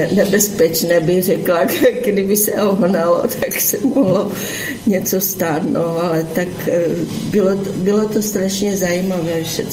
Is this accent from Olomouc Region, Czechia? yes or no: yes; Šumperk, Olomouc Region, Czechia; born there; also born or lived in Hanušovice; takže jsme potom se odstěhovali do Šumperka